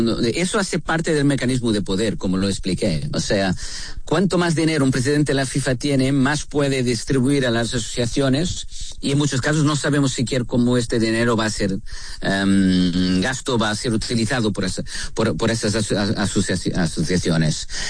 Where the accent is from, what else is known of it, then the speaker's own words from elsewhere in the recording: Portugal; Spanish is a second language; yo soy europeo, soy portugués